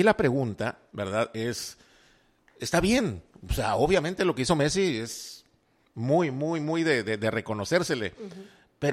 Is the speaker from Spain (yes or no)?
no; Mexico; así somos los mexicanos